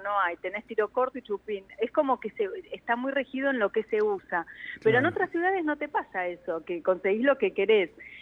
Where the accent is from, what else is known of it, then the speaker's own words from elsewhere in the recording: Argentina; nosotros creo que como argentinos tenemos que hacer algo con el tema de los calces